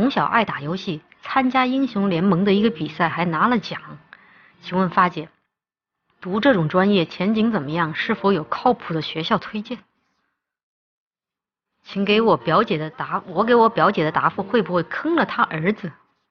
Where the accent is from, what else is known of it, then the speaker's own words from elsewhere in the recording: Chongqing, China; moved away; 我老家是重庆的嘛，全是山，我们那儿不骑自行车